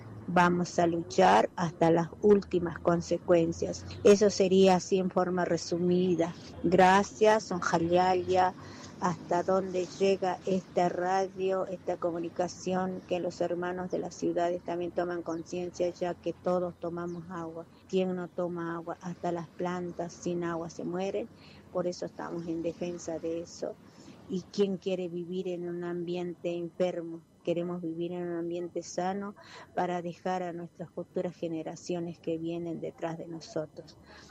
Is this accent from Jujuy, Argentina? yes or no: yes; Rinconada, Jujuy, Argentina; que venimos desde Rinconada, de la provincia de Jujuy, que salimos el 3 de agosto.